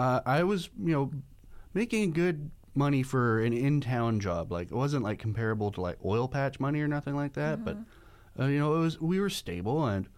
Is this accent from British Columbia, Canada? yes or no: yes; Hazelton, British Columbia, Canada; born or raised there; moved away as an adult; now in Prince George, Canada